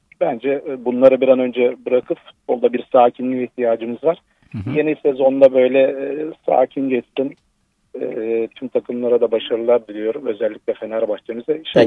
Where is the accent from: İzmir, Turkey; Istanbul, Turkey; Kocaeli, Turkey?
Istanbul, Turkey; moved away as an adult; Tabii bütün çocukluğum geçti orada. Yıllarımız geçti aşağı yukarı 35 yıl.